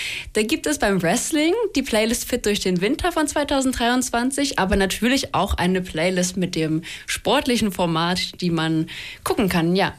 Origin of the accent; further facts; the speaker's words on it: Saxony, Germany; Ich komme gebürtig auch hier aus der Westlausitz direkt. Also ich war schon immer hier und bin jetzt auch hier geblieben.